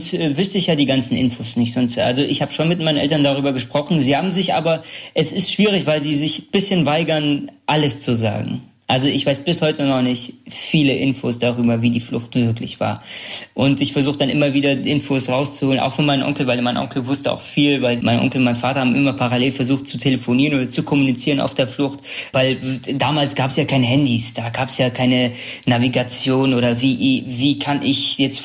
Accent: Sulaymaniyah, Sulaymaniyah Governorate, Iraq; also in meiner Heimatstadt Sulaimania, in der wir sind, wir wollen das Land nicht verlassen

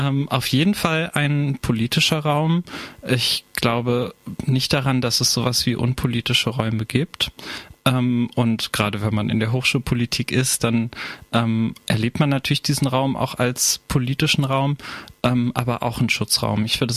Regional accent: Berlin, Germany; moved away as an adult; Ich bin in Kreuzberg aufgewachsen, habe auch eine Zeit lang in Spandau gewohnt

